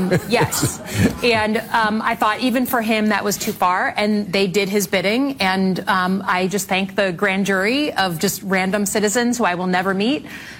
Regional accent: Michigan, United States; I come from Michigan, where like, right. the average person just is a very pragmatic

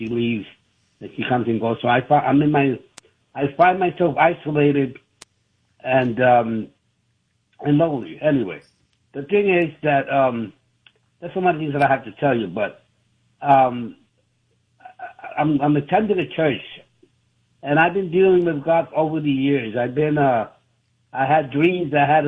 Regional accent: New York City, New York, United States; moved away; But I'm thinking of going back to where I'm from. I'm from New York City.

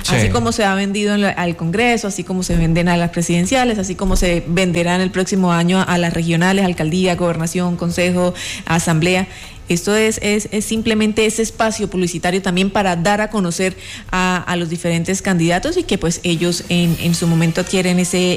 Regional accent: Colombia; Voy a participar en la jornada electoral porque soy colombiano, tengo el derecho a participar

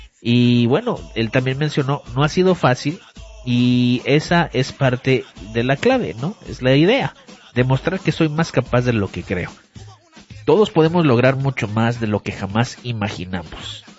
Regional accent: Monterrey, Nuevo León, Mexico; now in Omaha, United States; a Monterrey, de donde yo soy

